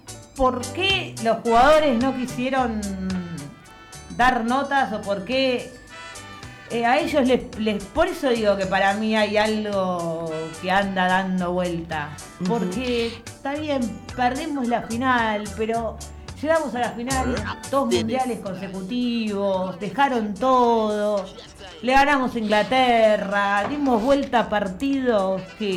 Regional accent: Argentina; Ahí demuestra lo que somos los argentinos.

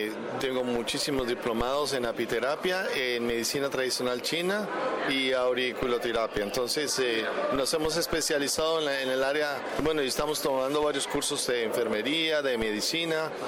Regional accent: Colombia; soy de Colombia.

